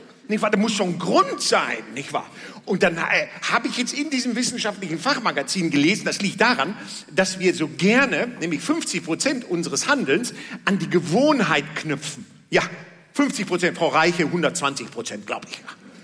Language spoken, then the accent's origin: German; Bad Driburg, North Rhine-Westphalia, Germany; born there; now in Münster, Germany; Ich bin doch hier in der Ecke geboren. Einfach einmal da, halb da über den, ne? Bad Driburg